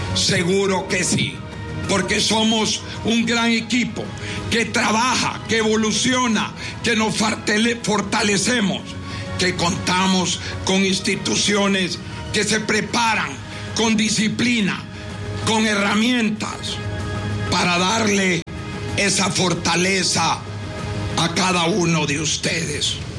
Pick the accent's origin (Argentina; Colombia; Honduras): Honduras; Tenemos un deber también, todos como hondureños, de poder hacerle frente juntos a este gran flagelo.